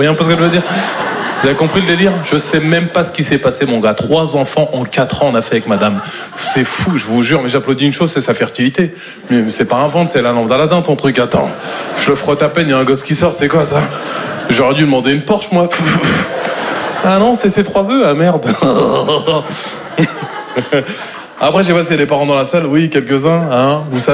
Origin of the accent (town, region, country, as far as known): Normandy, France